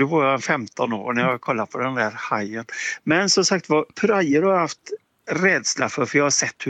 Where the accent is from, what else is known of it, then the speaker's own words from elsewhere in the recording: Gothenburg, Västra Götaland County, Sweden; now in Hammarö, Sweden; jag bor på Hammarö men jag är göteborgare.